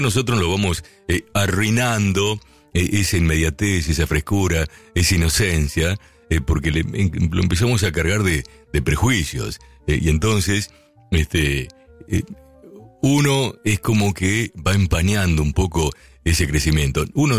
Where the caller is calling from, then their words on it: Gregorio de Laferrere, Buenos Aires Province, Argentina; acá firme, escuchando como todos los fines de semana. Dios lo bendiga. Soy de La Ferrere.